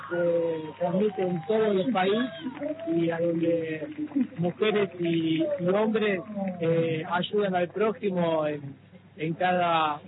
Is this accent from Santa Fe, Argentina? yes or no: yes; Venado Tuerto, Santa Fe, Argentina; Por ejemplo, yo que soy de Venado Tuerto, sí, de Santa Fe